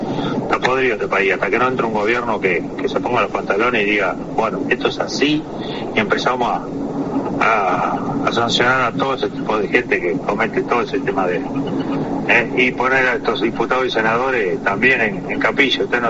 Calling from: Durazno, Uruguay; En ruta, vengo bajo una niebla constante desde que salí de Montevideo. Estoy en la zona de Durazno ya.

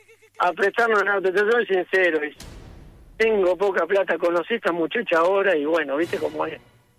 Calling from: Uruguay; yo soy un buen uruguayo

